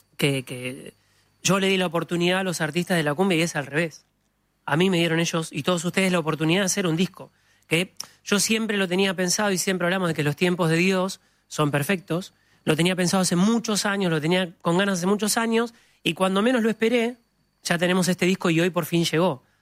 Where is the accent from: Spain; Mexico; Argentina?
Argentina; por lo que significa la cumbia como argentino